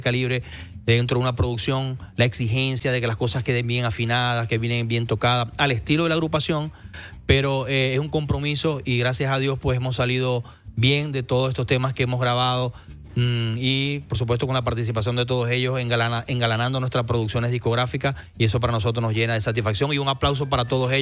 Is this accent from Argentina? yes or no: no; Zulia, Venezuela; nuestra zona sur del lago